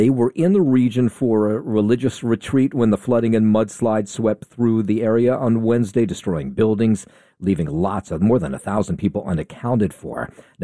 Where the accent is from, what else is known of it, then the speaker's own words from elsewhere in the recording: Trenton, New Jersey, United States; It's 68 and cloudy in my hometown of Trenton over in New Jersey.